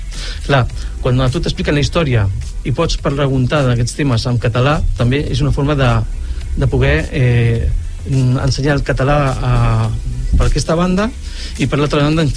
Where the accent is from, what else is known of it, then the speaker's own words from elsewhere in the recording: Sant Boi de Llobregat, Catalonia, Spain; jo soc fill de Sant Boi de tota la vida